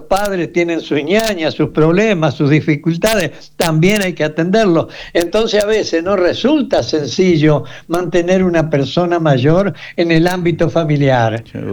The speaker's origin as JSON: {"language": "Spanish", "town": "Reconquista", "region": "Santa Fe", "country": "Argentina", "said": "acá a mi pago, a Reconquista."}